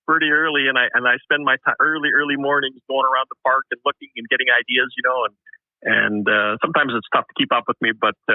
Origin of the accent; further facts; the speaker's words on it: Winnipeg, Manitoba, Canada; Yeah, I'm a lifelong Winnipegger. I grew up in the West End, so the Red River X was always a part of the community.